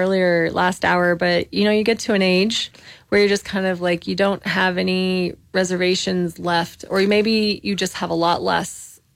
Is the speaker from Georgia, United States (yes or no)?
no; Belen, New Mexico, United States; I grew up in Belen. I'm a small town girl.